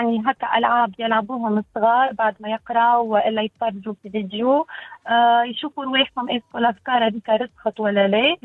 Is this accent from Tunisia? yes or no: yes; Tunisia; بلادنا تونس